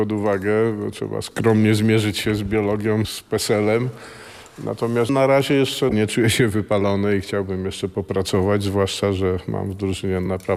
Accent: Kraków, Lesser Poland, Poland; moved away as an adult; now in Tarnobrzeg, Poland; jestem z Krakowa

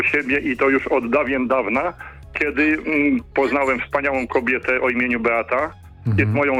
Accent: Masovian Voivodeship, Poland; moved away; Posiadam w mojej rodzinnej wiosce nad Narwią koło Pułtuska

